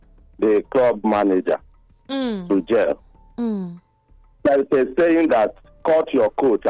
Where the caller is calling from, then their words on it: Benin City, Edo, Nigeria; I'm calling from Ekenwan.